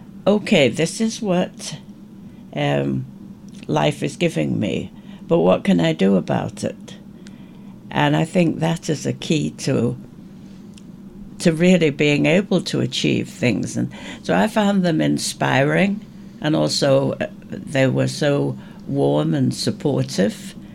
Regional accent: Ireland; now in United Kingdom; my experience of being Irish in Britain.

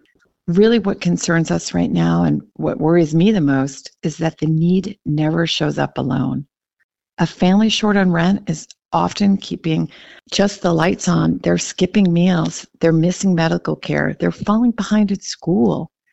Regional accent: Falmouth, Massachusetts, United States; I grew up in Falmouth. I'm a Cape kid, born and raised.

